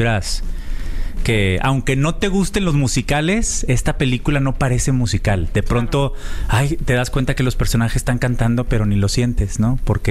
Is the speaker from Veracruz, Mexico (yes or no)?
no; Monterrey, Nuevo León, Mexico; No, digo, amo mi tierra, pero no, pues digo...